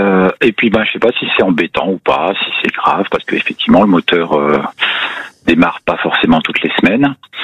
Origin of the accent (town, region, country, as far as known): Dijon, Bourgogne-Franche-Comté, France